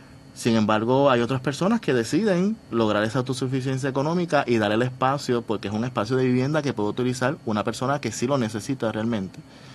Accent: San Juan, Puerto Rico; now in Carolina, Puerto Rico; yo soy de San Juan

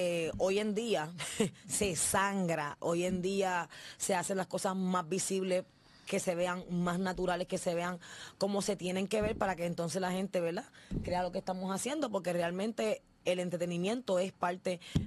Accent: Puerto Rico; yo soy … de Puerto Rico … como en Puerto Rico … Claro. Comencé aquí en Puerto Rico con el nombre en inglés

